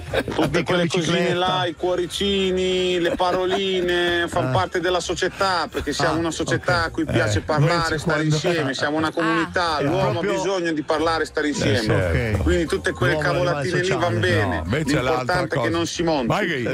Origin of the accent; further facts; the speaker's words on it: Emilia-Romagna, Italy; Allora ve lo spiego io che sono romagnolo, cos'è il tradimento.